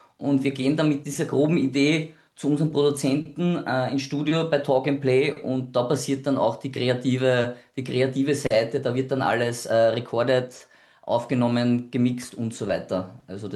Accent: Vienna, Austria; born there; accent: Viennese; also born or lived in Southern Burgenland; now in Burgenland, Austria; Und ich bin ja doch geborener Wiener und der Wiener kommt dann hier und da natürlich auch durch.

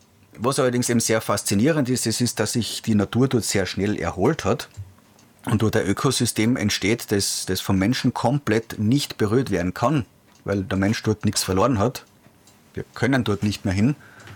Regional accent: Austria

